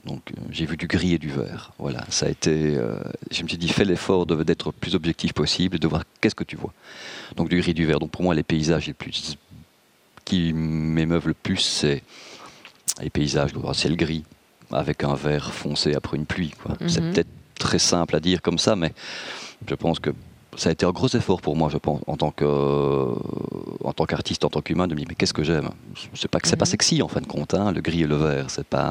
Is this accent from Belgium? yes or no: yes; Barvaux, Wallonia, Belgium; je suis belge, wallon, barvautois